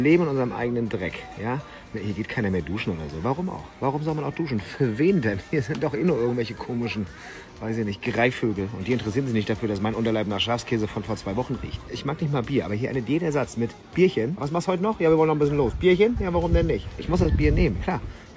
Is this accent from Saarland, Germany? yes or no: no; Mecklenburg-Vorpommern, Germany; Und unter den Norddeutschen sind wir Mecklenburger schon noch mal die Ultras.